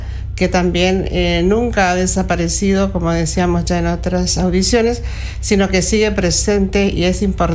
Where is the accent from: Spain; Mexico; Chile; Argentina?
Argentina; Y estamos todos contentos los argentinos.